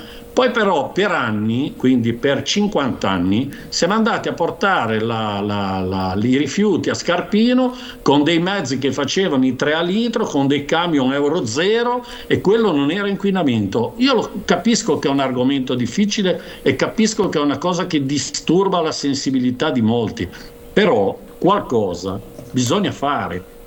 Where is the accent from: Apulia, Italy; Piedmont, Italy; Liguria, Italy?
Liguria, Italy; Torriglia; born or raised there